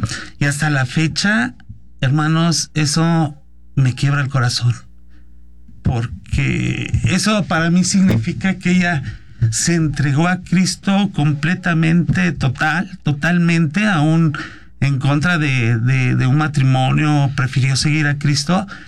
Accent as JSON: {"language": "Spanish", "town": "Ixtapaluca", "region": "State of Mexico", "country": "Mexico", "tie": "born there", "said": "yo nací en CCA Iztapaluca."}